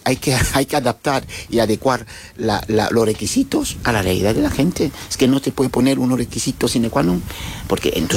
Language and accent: Spanish; Jerez de la Frontera, Andalusia, Spain; yo soy de barrio de San Miguel